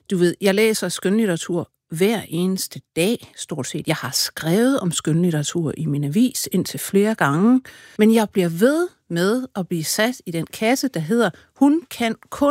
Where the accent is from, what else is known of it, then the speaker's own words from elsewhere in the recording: Aarhus, Central Denmark Region, Denmark; Jeg er fra Aarhus.